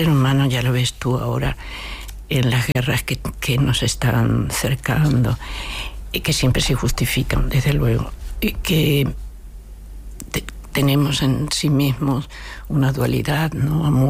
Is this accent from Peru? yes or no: no; Argentina; born there; moved away